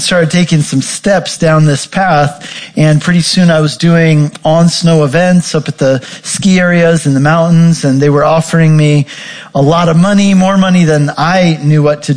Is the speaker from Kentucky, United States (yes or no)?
no; Colorado, United States; I grew up in Colorado. I love the mountains.